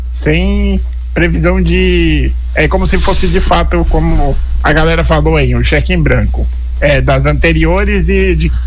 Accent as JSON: {"language": "Portuguese", "town": "Caraguatatuba", "region": "São Paulo", "country": "Brazil", "tie": "born or raised there", "said": "é um cidadão caraguatatubense raiz. Eu moro e nasci em Caraguatatuba."}